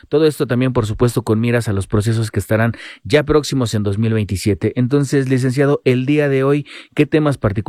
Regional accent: Mexico

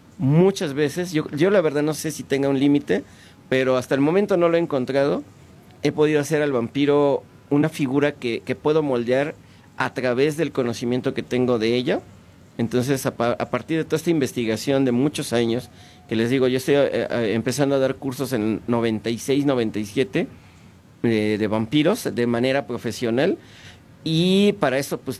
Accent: Mexico

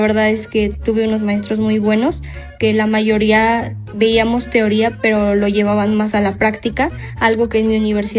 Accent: Tlaxcala, Mexico; Pues vengo del estado de Tlaxcala y pues en esta ocasión yo estuve haciendo este proceso de movilidad cursando 7 materias

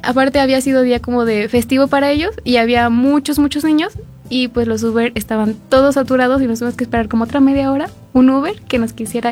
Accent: Mexico; Y como mexicano se nos salió un poquito el decir

